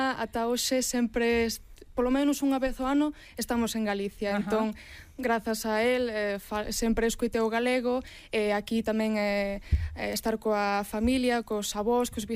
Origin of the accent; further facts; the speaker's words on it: Zurich, Switzerland; Pois eu son galego-portuguesa, pero veño de Suiza, de Zurich.